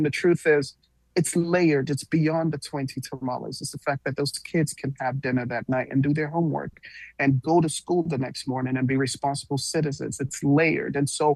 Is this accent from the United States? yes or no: no; Nigeria; I'm Nigerian. I visit Nigeria a lot.